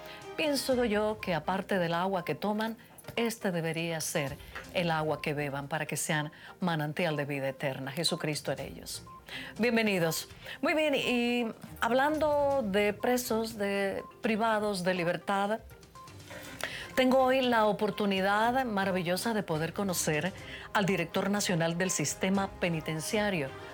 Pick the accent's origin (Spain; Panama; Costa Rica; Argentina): Panama; todos los panameños